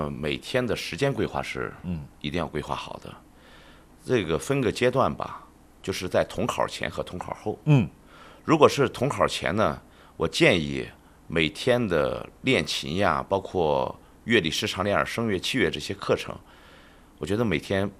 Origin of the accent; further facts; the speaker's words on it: Shandong, China; moved away as an adult; now in Xinjiang, China; 因为我是山东人嘛，山东高考特别内卷